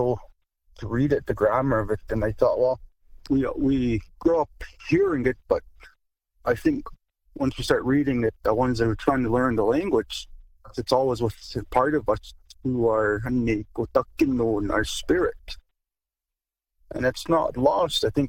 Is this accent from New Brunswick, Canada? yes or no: no; Alberta, Canada; I'm from the Blood Tribe, and I come from Small Blankets or Small Robes clan. But I'm not fluent, but I know some Blackfoot.